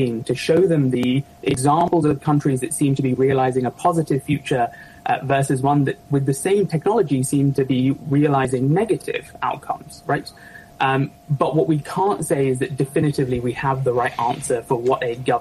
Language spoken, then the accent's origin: English; Pakistan; born there; I was born in Pakistan. I'm not technically the representative of Pakistan, but that's the country that I'm tagged with because that's where I was born.